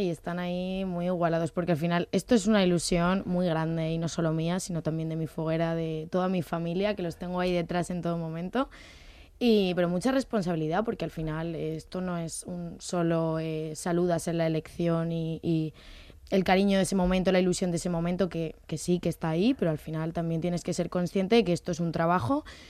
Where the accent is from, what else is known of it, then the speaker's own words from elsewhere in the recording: Alicante, Valencian Community, Spain; que no me vean solo como una bella del FOC, sino como una alicantina más